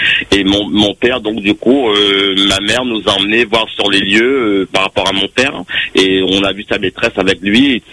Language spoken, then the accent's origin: French; Réunion; now in Metropolitan France; je suis de La Réunion et j'ai vécu, j'ai été placé quand j'avais à l'âge de 8 ans.